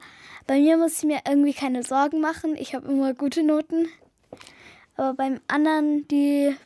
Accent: Felden, Germany; Ich komme aus Felden.

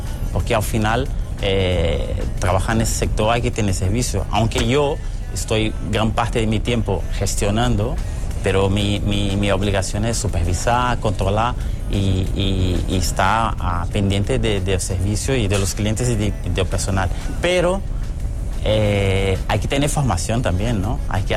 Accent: Brazil; moved away; Yo soy brasileño y padre catalán, español y madre brasileña. Cuando llegué a España, terminé los estudios, ¿no?

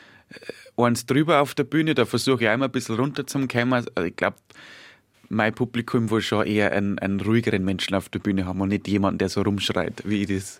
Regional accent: Bavaria, Germany; wenn ich zum Zeilen in Niederbayern oder da, wo ich herkomme, sagt man zum Maker Zeilen

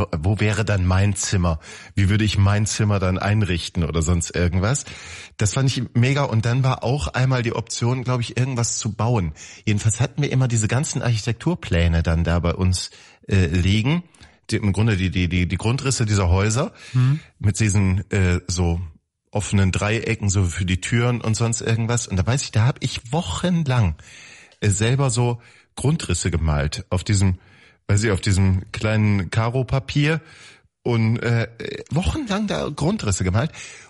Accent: Wiesbaden, Hesse, Germany; Da sind wir aus Wiesbaden, aus der Stadt, aufs Land gezogen, weil wir einfach mehr Platz brauchten

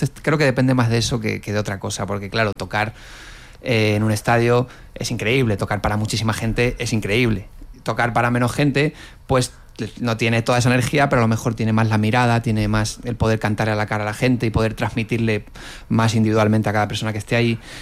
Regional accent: Canary Islands, Spain; llámalo sandalia si quieres en peninsular. Yo como canario te digo la chola.

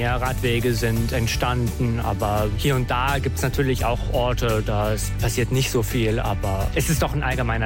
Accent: Baden-Württemberg, Germany; Ich komme so ein bisschen aus dem Süden und ich war viel auch in Ettlingen

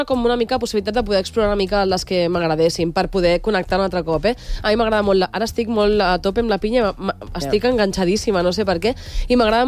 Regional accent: Santa Coloma de Gramenet, Catalonia, Spain; born there; also born or lived in Granollers; Jo vaig néixer a Santaco, nen. Jo vaig néixer a Santaco.

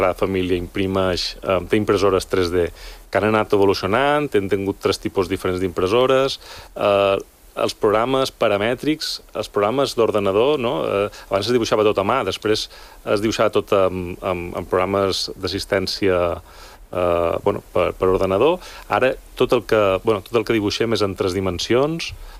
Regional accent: Balearic Islands, Spain; moved away as an adult; now in Barcelona, Spain; jo som de Mallorca

